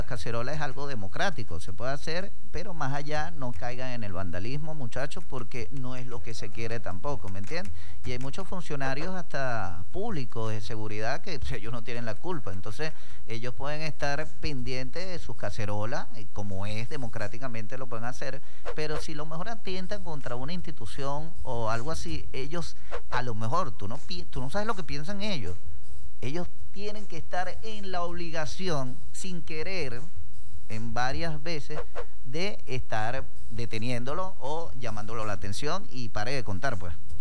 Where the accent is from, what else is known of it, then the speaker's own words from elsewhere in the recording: Venezuela; Vea cómo somos el venezolano de conformista y también de llevarla bien con todo el mundo.